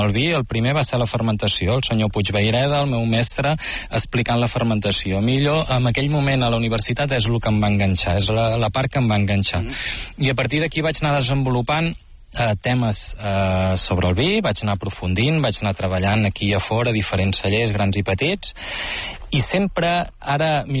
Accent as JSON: {"language": "Catalan", "town": "Girona", "region": "Catalonia", "country": "Spain", "lives_now": "L'Albera, Spain", "said": "Jo soc de Girona, aquesta també és bona, i estic aquí a l'Albera Visquent. Tinc arrels, aquí, tinc els meus besavis, que eren del poble del costat d'Espolla"}